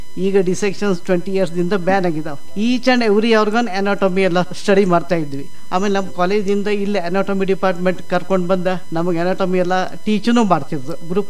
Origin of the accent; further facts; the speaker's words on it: Belagavi, Karnataka, India; born there; also born or lived in Bhatkal / Savadatti; ನಂತರ ಬೆಲ್ಗಾಮ್ ಟ್ರಾನ್ಸ್ಫರ್ ಆಯಿತು. ಹೀಗೆ ನಮ್ಮ ಬೇರೆ ಬೇರೆ ಊರಲ್ಲಿ ನಮ್ಮ ಶಿಕ್ಷಣ ಕಂಟಿನ್ಯೂ ಆಗ್ತಾ ಹೋಯಿತು. 1964 ಬೆಲ್ಗಾಮ್ ಬಂದ್ವಿ.